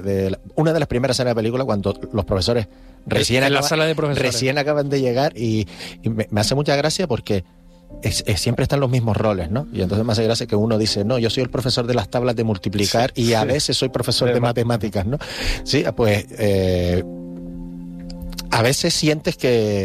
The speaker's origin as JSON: {"language": "Spanish", "region": "Canary Islands", "country": "Spain", "said": "nosotros somos españoles, pero antes que españoles somos canarios"}